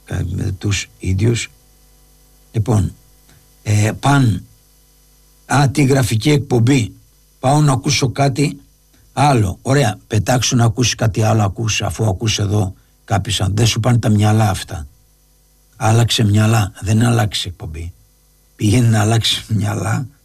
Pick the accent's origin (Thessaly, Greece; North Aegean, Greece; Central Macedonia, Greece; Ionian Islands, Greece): Ionian Islands, Greece; Lefkada; Πάνω που είμαι από τη Λευκάδα